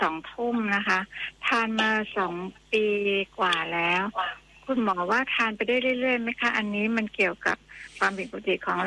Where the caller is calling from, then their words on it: Bangkok, Thailand; กรุงเทพค่ะ